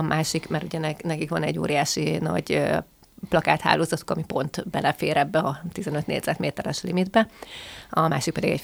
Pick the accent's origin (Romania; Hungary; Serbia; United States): Hungary; Kazincbarcika, Borsod-Abaúj-Zemplén; moved away; én például Kaznitz-Barcikáról származom